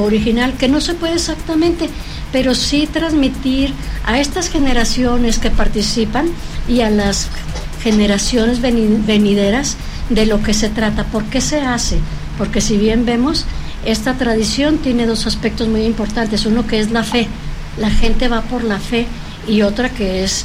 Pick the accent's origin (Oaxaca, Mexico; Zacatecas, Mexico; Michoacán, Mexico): Zacatecas, Mexico; somos del estado de Zacatecas